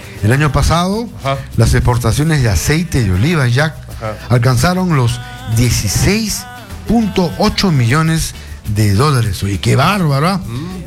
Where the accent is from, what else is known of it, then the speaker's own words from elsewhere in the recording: Argentina; Somos argentinos.